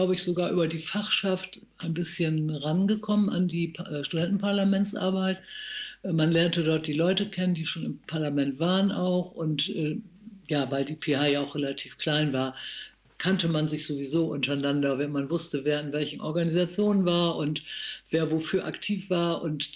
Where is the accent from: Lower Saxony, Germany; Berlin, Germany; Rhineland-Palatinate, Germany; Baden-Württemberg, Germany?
Lower Saxony, Germany; Varel; ich habe mich ganz bewusst dann nach Varel beworben, weil ich dachte, das ist meine Heimat. Die Umgebung ist mir bekannt.